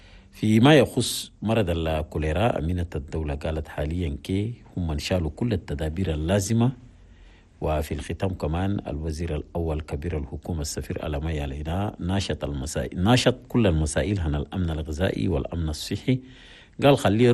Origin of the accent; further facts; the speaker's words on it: Chad; هنا بلدنا تشاد